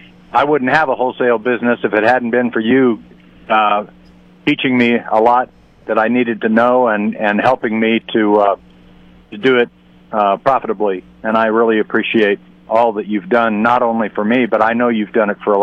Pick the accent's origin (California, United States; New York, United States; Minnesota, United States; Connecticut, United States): California, United States; I grew up in Southern California